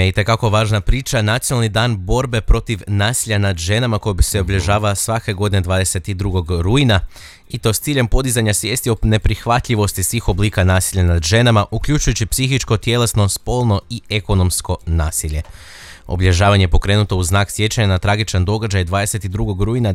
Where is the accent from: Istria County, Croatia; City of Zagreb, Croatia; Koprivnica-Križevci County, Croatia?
Koprivnica-Križevci County, Croatia; A upravo je ta javna akcija održana i kod nas u Koprivničko-križevačkoj županiji i to u Koprivnici